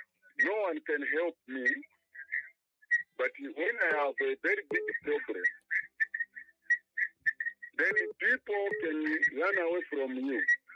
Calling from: Solwezi, North-Western Province, Zambia

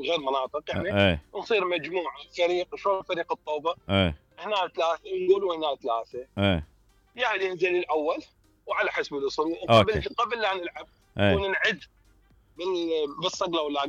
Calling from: Basra, Basra Governorate, Iraq; احنا عندنا بالبصره

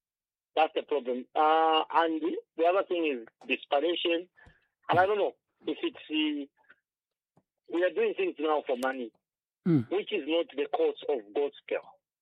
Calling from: Lusaka, Lusaka Province, Zambia

